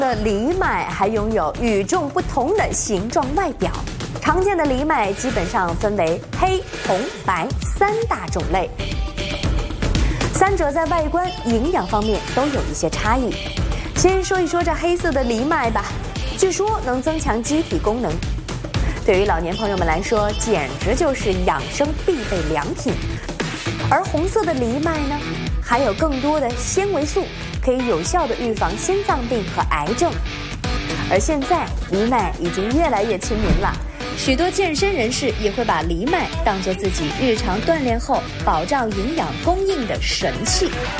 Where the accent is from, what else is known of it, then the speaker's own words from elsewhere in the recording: Shanxi, China; 今天呢，我作为一个山西人